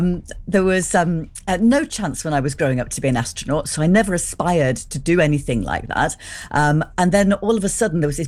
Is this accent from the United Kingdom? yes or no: yes; Sheffield, Yorkshire and the Humber, United Kingdom; Yeah, I grew up in Sheffield.